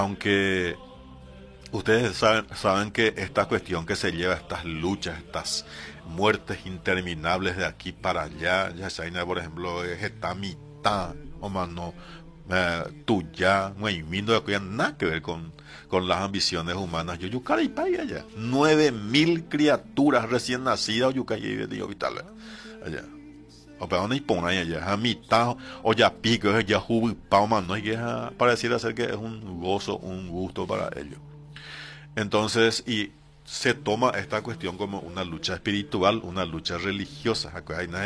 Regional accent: Paraguay

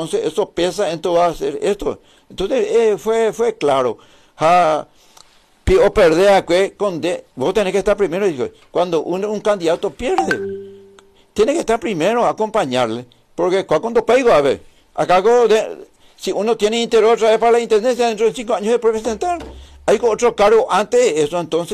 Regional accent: Paraguay; yo como político, como Colorado, como ciudadanos paraguayos

